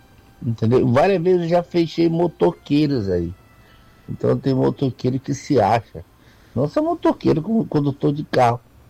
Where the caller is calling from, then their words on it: Alenquer, Pará, Brazil; Sou de Alenquer, não estou em Alenquer no momento.